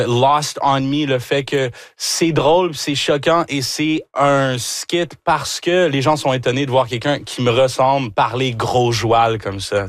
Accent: Rouyn-Noranda, Quebec, Canada; born there; Québécois, là, tu sais, je suis né ici, justement, à Rouyn-Noranda. Quand tu nais une minorité visible, quand tu nais noir, il y a toujours t'es Québécois à condition, comme.

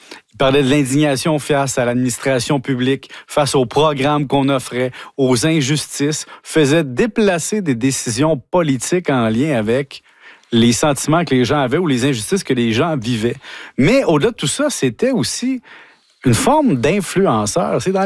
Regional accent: Quebec, Canada; moi je viens d'Halifield

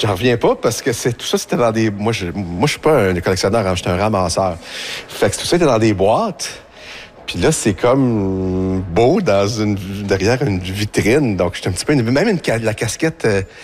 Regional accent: Quebec City, Quebec, Canada; born there; je suis né à Sainte-Foy

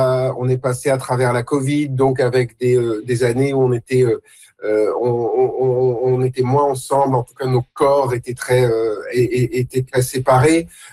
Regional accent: France; now in Canada; moi, en tant que Français

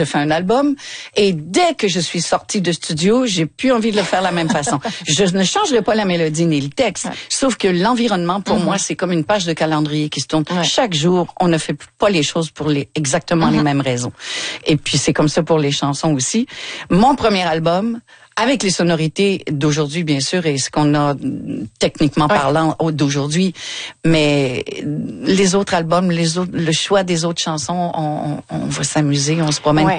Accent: Longueuil, Quebec, Canada; 2 octobre à Longueuil, chez moi à Longueuil.

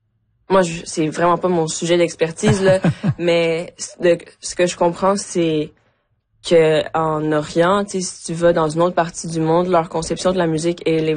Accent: Quebec, Canada; French is a second language; also born or lived in Mexico; Je suis née au Mexique. Je suis arrivée au Québec à 9 ans. Je parlais pas un mot de français. Je suis allée en classe d'accueil. Ouais. J'ai fait mon adolescence au Québec.

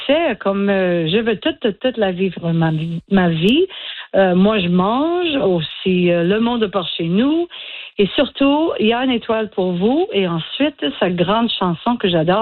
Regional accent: Acadia, Canada; Je suis acadienne canadienne, hein? Et là, je partageais l'histoire des Acadiens avec les anglophones qui ne connaissent pas notre histoire.

